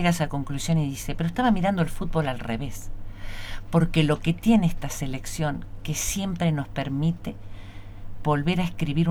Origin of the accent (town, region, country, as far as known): Argentina